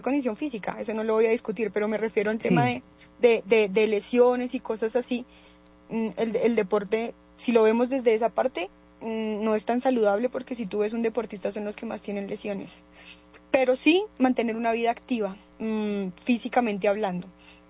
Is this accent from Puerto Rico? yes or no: no; Colombia; now in Cundinamarca, Colombia; tenemos como colombianos, y principalmente aquí en Cundinamarca.